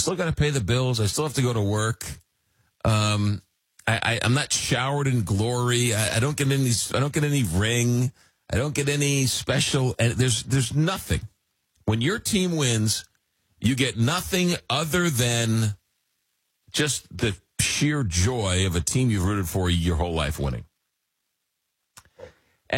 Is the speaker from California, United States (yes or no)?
no; Long Island, New York, United States; I was growing up in Long Island, taking the Long Island Railroad into Penn Station.